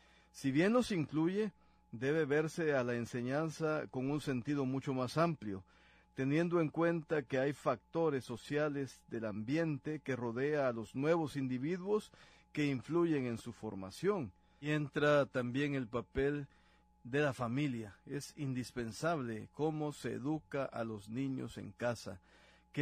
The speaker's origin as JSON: {"language": "Spanish", "country": "Guatemala"}